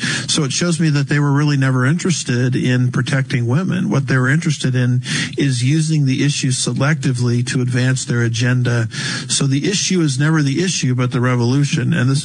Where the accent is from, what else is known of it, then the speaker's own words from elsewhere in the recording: California, United States; my home state, which once was the great state of California.